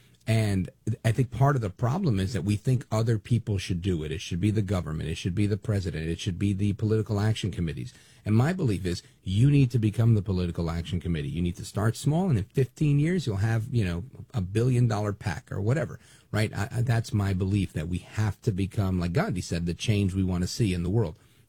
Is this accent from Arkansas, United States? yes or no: no; Brooklyn, New York, United States; Number one, I grew up in Brooklyn, New York, with a lot of Jewish people, but there were also a lot of Muslims, a lot of Haitians, a lot of people of many different faiths and many backgrounds.